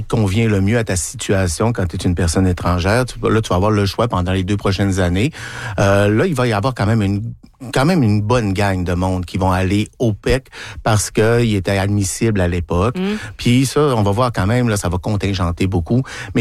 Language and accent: French; Quebec, Canada; Si on veut faire chez nous, au Québec, ces grands contrats-là et pas les donner à l'extérieur puis à l'étranger, ben, ça va nous prendre de la main-d'œuvre. Puis c'est un enjeu très crucial pour notre région.